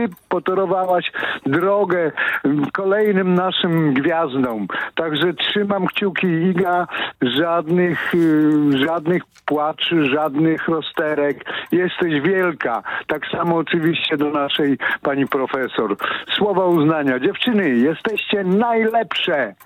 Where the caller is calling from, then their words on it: Lublin, Lublin Voivodeship, Poland; Dzwonię z Lublina i polecam Noc Kultury w naszym pięknym mieście.